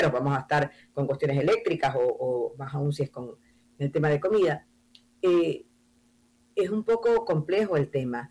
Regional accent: Ecuador

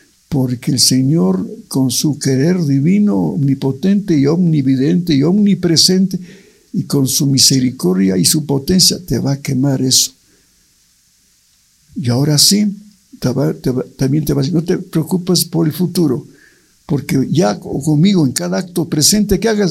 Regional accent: Ibarra, Imbabura, Ecuador; born there; also born or lived in Quito; El lugar, fue en Quito, nací en Ibarra, pero fue aquí lo que conocí.

